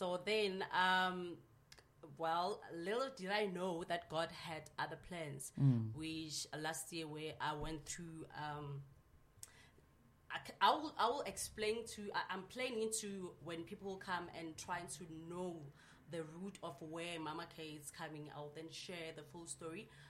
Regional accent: Limpopo, South Africa; now in Gauteng, South Africa; I was born in Gauteng, but bred in Limpopo, then cooked in Gauteng

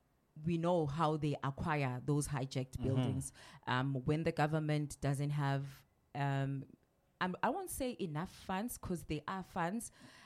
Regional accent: South Africa; So we as South Africans

